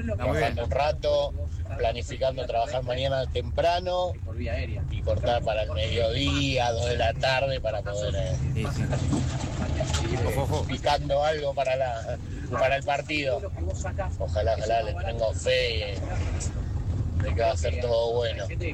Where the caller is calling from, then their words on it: Libertad, Buenos Aires Province, Argentina; de Libertad.